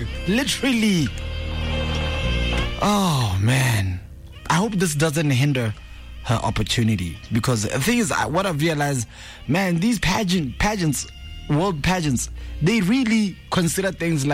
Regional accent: Lesotho; We grew up in Lesotho at one point, so he's also part of us.

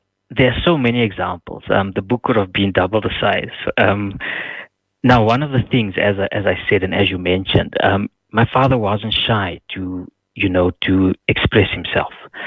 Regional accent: Rivoli, Piedmont, Italy; where I grew up in Rivoli, I think two or three times a week, the Rivoli Library would be open till, I think, 8:30 in the evening.

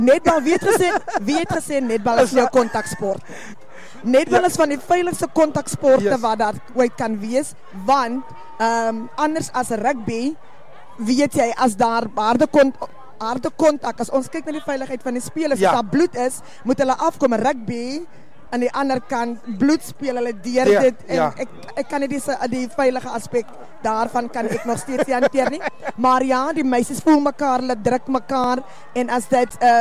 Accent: George, Western Cape, South Africa; Ja, ek is een Georgette van George High. Ja, maar dit is lekker om by die huis te wees

